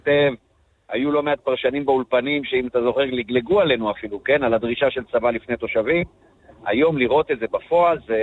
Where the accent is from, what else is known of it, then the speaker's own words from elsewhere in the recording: Northern Israel, Israel; אצלנו בצפון